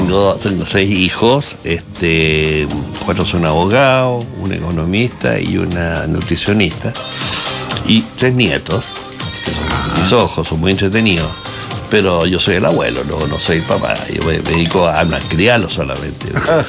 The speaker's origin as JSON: {"language": "Spanish", "town": "Copiapó", "region": "Atacama", "country": "Chile", "said": "Soy de Copiapó"}